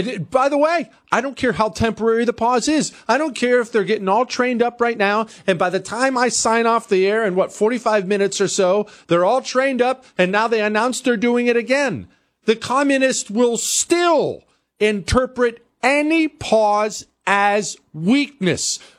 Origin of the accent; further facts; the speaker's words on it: Oklahoma, United States; I'm from Oklahoma.